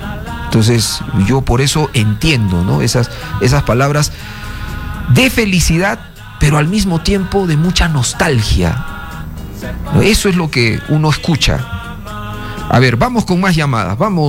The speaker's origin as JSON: {"language": "Spanish", "region": "Arequipa", "country": "Peru", "said": "de Arequipa, mi tierra."}